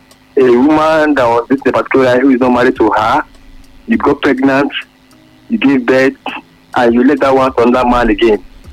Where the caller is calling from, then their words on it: Malaysia; I'm calling from Malaysia.